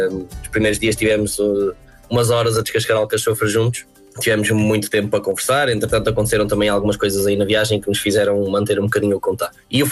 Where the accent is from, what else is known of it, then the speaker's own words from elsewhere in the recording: Azores, Portugal; Eu sou lepra, sou picaroto, na certidão de nascimento de Islas do Pico